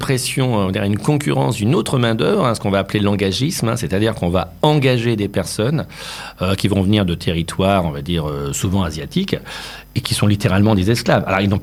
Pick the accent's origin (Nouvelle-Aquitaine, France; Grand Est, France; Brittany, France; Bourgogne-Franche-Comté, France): Grand Est, France; nous dans la Marne